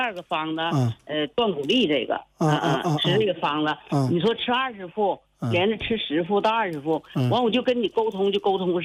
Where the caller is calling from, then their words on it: Taonan, Jilin, China; 吉林省洮南市